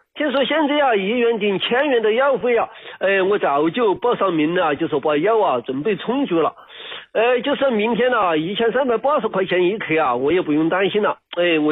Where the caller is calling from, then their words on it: Chongqing, China; 哎，我是重庆的。